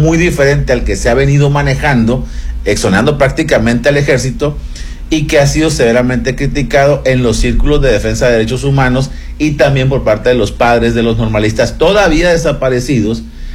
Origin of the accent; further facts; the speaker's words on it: Mexico; como padre, como mexicano